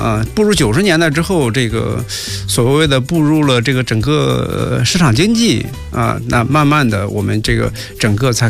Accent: Shangqiu, Henan, China; moved away; 那时候我老家在河南商丘，

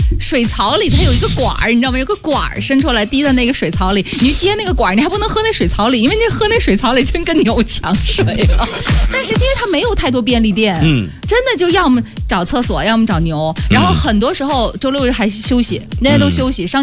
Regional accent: China; 咱们其实作为中国人出去旅游啊

